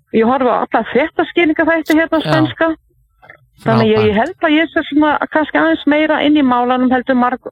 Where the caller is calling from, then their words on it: Torrevieja, Valencian Community, Spain